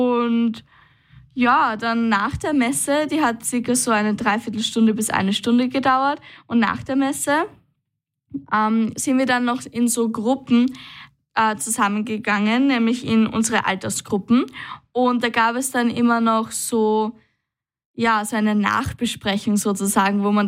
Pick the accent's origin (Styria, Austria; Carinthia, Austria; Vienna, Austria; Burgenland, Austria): Burgenland, Austria; Unterfrauenhaid; Also ich komme zum Beispiel aus Unterfrauenheit